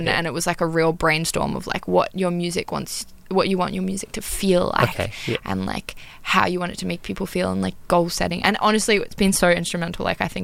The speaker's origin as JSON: {"language": "English", "region": "New South Wales", "country": "Australia", "said": "I'm from Northern New South Wales."}